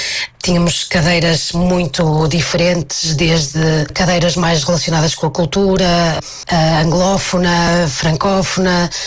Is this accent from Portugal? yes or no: yes; Norte, Portugal; moved away as an adult; now in Belgium; eu sou da zona do Porto